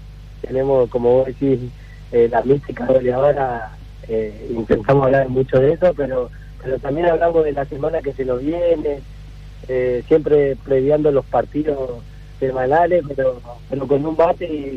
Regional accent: Centenario, Neuquén, Argentina; now in General Roca, Argentina; viajo para Centenario, mi ciudad es de Centenario, yo soy de Centenario, mi familia también.

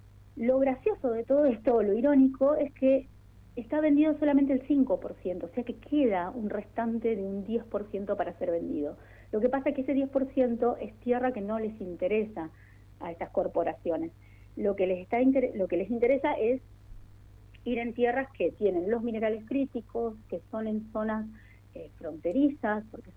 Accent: Mendoza, Argentina; moved away; yo hace 12 años que vivo acá, pero soy mendocina. En sí. Mendoza, el sur de Mendoza, el departamento se llama Malargüe.

